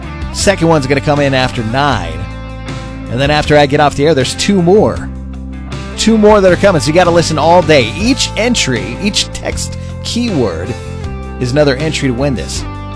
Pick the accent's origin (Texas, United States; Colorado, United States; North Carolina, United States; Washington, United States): Colorado, United States; born there; Colorado, my home state